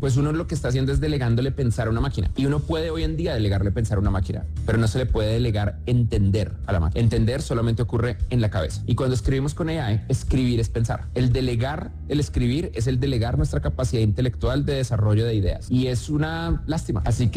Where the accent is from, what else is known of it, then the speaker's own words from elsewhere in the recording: Colombia; moved away as an adult; now in San Francisco, United States; Y pues uno sigue siendo más colombiano que gringo.